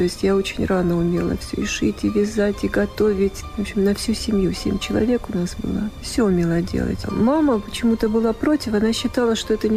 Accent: Tajikistan; То есть вот я поскольку родилась в Таджикистане, жила, я знаю хорошо этот материал, эту одежду, быт, кухню.

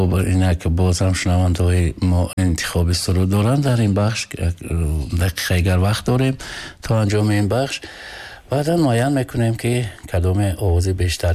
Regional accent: Afghanistan; born there; من خیلی شکر میگم که در همین خیر وطن به دنیا آمدم

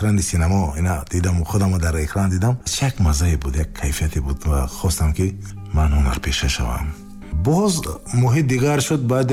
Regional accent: Hisor, Districts of Republican Subordination, Tajikistan; ман дар деҳае зиндагӣ мекардам, ки он ҷо ҳамеша филмбардорӣ мешуд ва масалан Тоир Собиров, Шодравон, Марадорипов ва бисёре аз коргардонҳои муваффақи он замон дар ҳамон деҳаи қалъаи Ҳисор, вақте ки филмбардорӣ мекарданд

